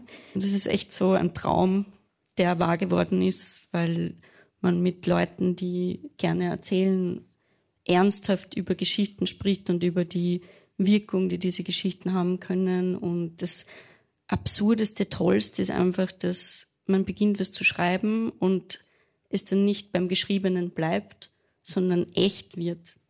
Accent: Burgenland, Austria; Also ich bin in Burgenland aufgewachsen und ab dem ich 14 war, immer nach Wien gependelt, ans Musikgymnasium nach Wien.

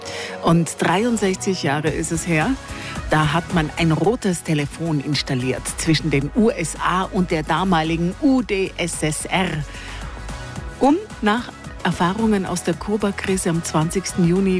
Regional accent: Austria; Und seit dem 30. August 1873 sind wir Österreicher auch am Nordpol vertreten.

